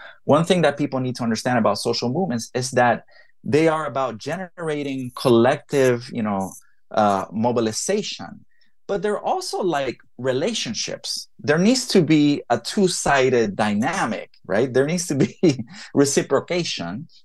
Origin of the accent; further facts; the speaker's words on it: Puerto Rico; I myself, I'm not Afro-Latino. I'm from Puerto Rico. I'm very much Latino.